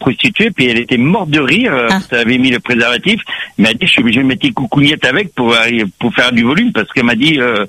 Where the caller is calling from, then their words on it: Lisieux, Normandy, France; je suis de Lisieux dans le 14.